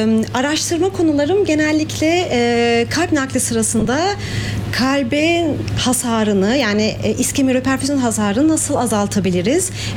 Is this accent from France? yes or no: yes; France; moved away as an adult; also born or lived in Turkey; now in Heidelberg, Germany; Türkiye'de doğdum, Fransa'da büyüdüm ve 2007'de araştırmalarda deneyim için yurt dışına geldim. O da Almanya'ydı.